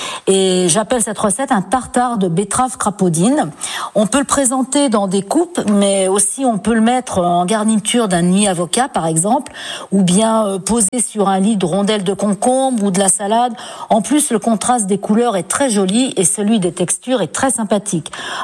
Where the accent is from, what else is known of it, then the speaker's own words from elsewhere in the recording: Nouvelle-Aquitaine, France; chez nous, en Charente-Maritime, en Haute-Saintonge